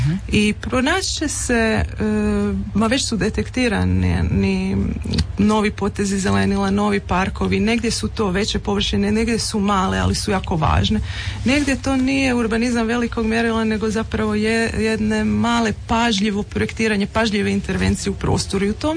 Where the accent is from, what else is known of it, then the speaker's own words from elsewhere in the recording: Kostrena, Primorje-Gorski Kotar County, Croatia; moved away as an adult; also born or lived in Zagreb; now in Rijeka, Croatia; ja sam iz Kostrene.